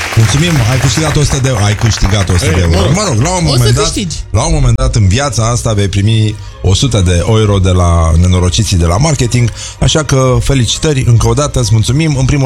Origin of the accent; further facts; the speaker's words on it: Romania; Nu mă pricep, dar sunt român și le știu pe toate.